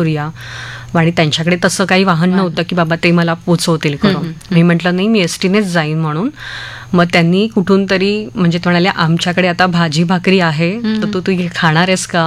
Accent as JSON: {"language": "Marathi", "town": "Mumbai", "region": "Maharashtra", "country": "India", "said": "म्हणजे आपल्या कोशामध्ये असतो, मी मुंबईची आहे मी हे ते वगैरे काही नसतं"}